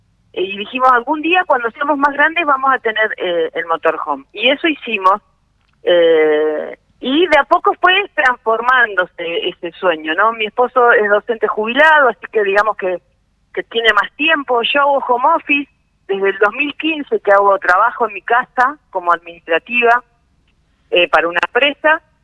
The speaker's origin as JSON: {"language": "Spanish", "area": "Astra", "region": "Chubut", "country": "Argentina", "tie": "born or raised there", "said": "yo hace 58 años que vivo en Astra. Entonces, para mí, personalmente, Astra tiene un valor simbólico muy importante porque es mi barrio, es mi hogar. Yo soy astrense."}